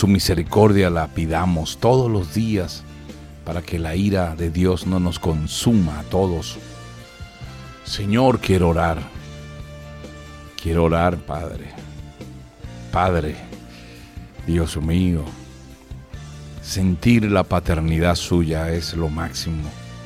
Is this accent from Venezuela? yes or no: yes; Venezuela; presento a mi tierra, a mi nación Venezuela.